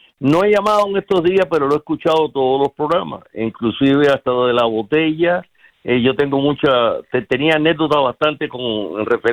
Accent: Cuba; moved away; Y en la calle Infanta, me acuerdo antes que yo salí de Cuba, que hicieron uno, traían una comparsa de Oriente.

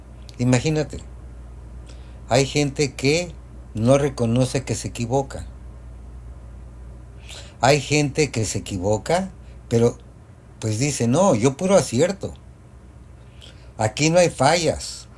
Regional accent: Mexico; Porque el año pasado la tenía programada, pero no, como buen mexicano.

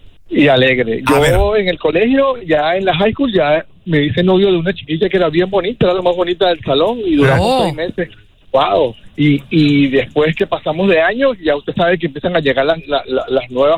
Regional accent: Maracay, Aragua, Venezuela; moved away; en Maracay, claro, sí. Yo soy venezolano.

